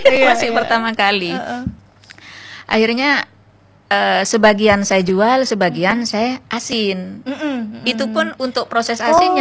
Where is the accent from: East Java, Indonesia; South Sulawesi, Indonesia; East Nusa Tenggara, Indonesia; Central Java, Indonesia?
East Java, Indonesia; Pamekasan; now in Sumenep, Indonesia; saya asli Pamekasan.